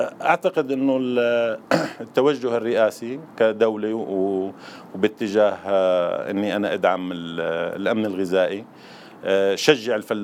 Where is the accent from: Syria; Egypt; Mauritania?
Syria; التنوع المناخي اللي عندنا بسوريا، من شرق لشمال سوريا للجنوب